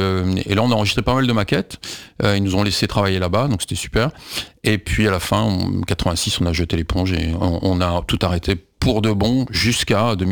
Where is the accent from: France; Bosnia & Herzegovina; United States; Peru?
France; Bah ouais, mais sauf que nous on est français, on veut être compris.